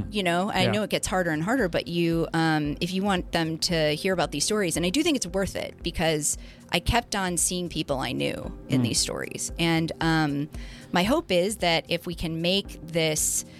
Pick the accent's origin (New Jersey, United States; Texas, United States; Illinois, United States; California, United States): Illinois, United States; I grew up outside of Chicago.